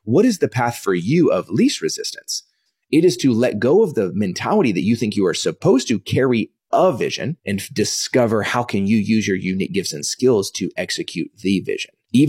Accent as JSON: {"language": "English", "town": "Dallas", "region": "Texas", "country": "United States", "tie": "born or raised there", "also_born_or_lived": "Kansas"}